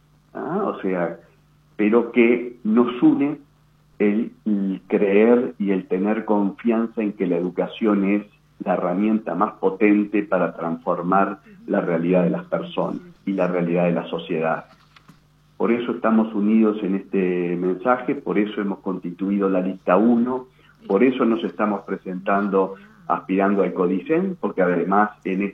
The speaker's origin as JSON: {"language": "Spanish", "region": "Paysandú", "country": "Uruguay", "tie": "born or raised there", "also_born_or_lived": "Salto", "moved": "as an adult", "said": "soy nacido en Paysandú, estudié en Paysandú, hice la modalidad semilibre que íbamos a dar los exámenes a Montevideo"}